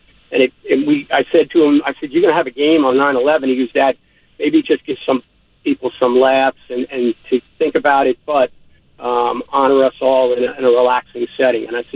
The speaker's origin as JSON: {"language": "English", "region": "New York", "country": "United States", "also_born_or_lived": "Long Island", "accent": "New York", "moved": "as an adult", "lives_now": "Tennessee, United States", "said": "if you can't tell by my accent, I'm a transplant from New York."}